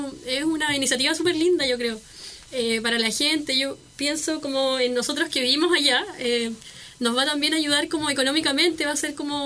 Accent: Castro, Los Lagos, Chile; Soy de Castro.

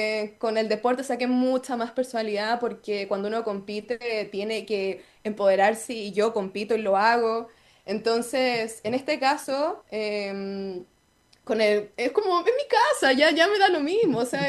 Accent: Castro, Los Lagos, Chile; yo soy de Castro

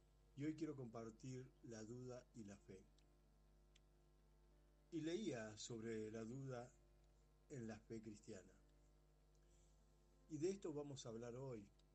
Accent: Argentina; soy de Argentina

